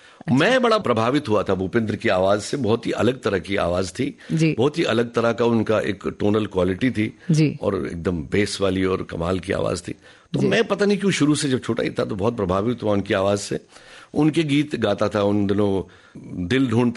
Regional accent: Jammu and Kashmir, India; मैं बोला कश्मीर से आया हूँ।

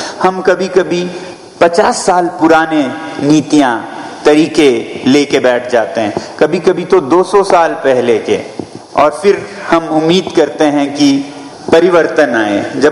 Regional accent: Ladakh, India; हम सुदूर पश्चिम हिमालय से हैं, लद्दाख फार वेस्टर्न एंड

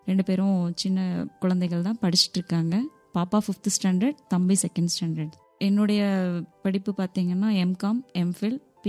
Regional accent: Palani, Tamil Nadu, India; என்னுடைய சொந்த ஊர் பழனி. நான் பிறந்து வளர்ந்தது எல்லாமே வந்து பழனி தான்.

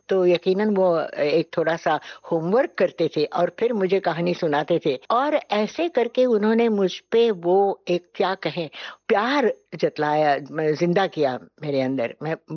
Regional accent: Pune, Maharashtra, India; also born or lived in Lucknow; हाँ, पुणे आ गई और नाना के पास, मतलब अपने पिता के पास, मेरे नाना अप्पा हम कहते थे। और तब से मैं उनकी छत्र छाया में पली बड़ी

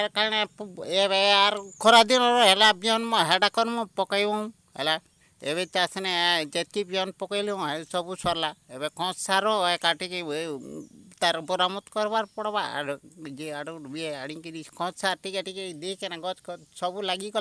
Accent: Odisha, India; ଆମର ଗାଁ ହେଲା ଇ ଛାପ ସଡ଼କ ହେଲା, ପଞ୍ଚାୟତ ହେଲା ଗୋଡ଼େଲ ପଦ।

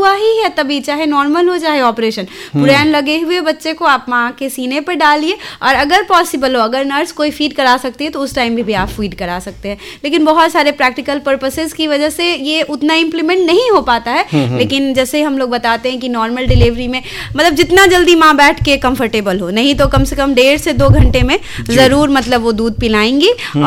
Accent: Darbhanga, Bihar, India; now in Sitamarhi, India; मेरी पढ़ाई लिखाई दरभंगा ही से हुई है।

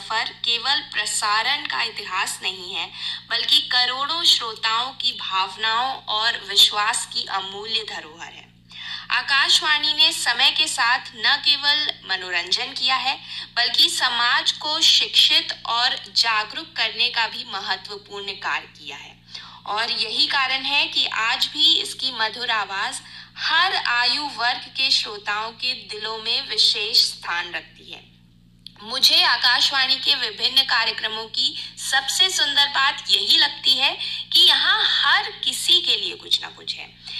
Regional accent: Prayagraj, Uttar Pradesh, India; और मैं प्रयागराज से हूँ।

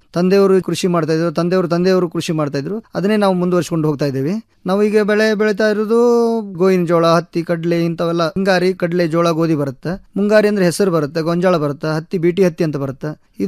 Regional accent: Karnataka, India; moved away as an adult; now in Dharwad, India; ನಾನು ಮೂಲತಃ ಅಮರುಗಳವನಾದ್ರೂ ನಾನು ಧಾರವಾಡದಲ್ಲಿ ಬಂದು ವಾಸಿಸ್ತೇನೆ.

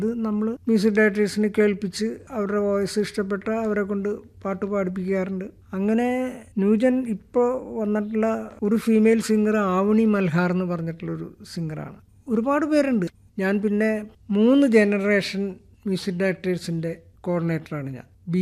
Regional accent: Thrissur, Kerala, India; moved away; also born or lived in Madras; ഞാൻ തൃശ്ശൂർക്കാരനാണ്.

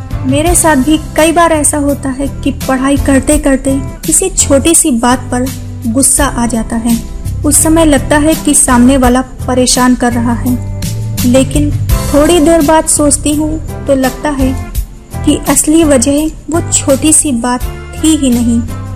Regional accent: Lucknow, Uttar Pradesh, India; मैं लखनऊ से हूँ।

